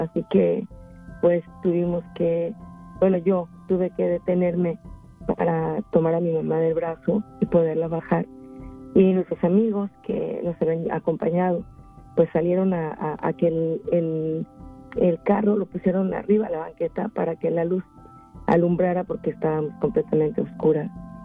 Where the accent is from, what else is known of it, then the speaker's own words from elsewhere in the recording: Mexico City, Mexico; now in California, United States; Yo vivía en mi ciudad natal, que es la Ciudad de México.